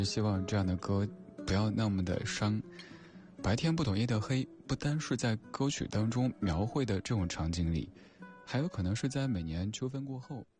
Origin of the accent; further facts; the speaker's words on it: Sichuan, China; accent: Sichuanese; 用我家乡话四川话来念